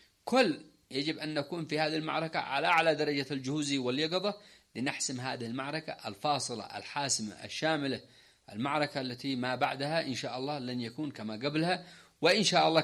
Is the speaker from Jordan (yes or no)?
no; Yemen; لأنه إحنا في الأول والأخير إحنا يمنيين، وإحنا أخوتهم